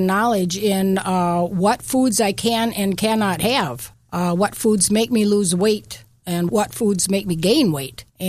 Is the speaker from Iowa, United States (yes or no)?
yes; Sheldon, Iowa, United States; I'm from Sheldon